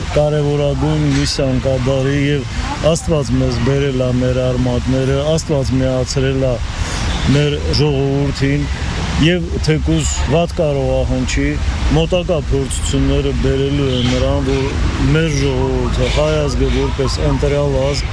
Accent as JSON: {"language": "Armenian", "town": "Stepanakert", "region": "Karabakh", "country": "Azerbaijan", "tie": "born or raised there", "also_born_or_lived": "Yerevan, Armenia"}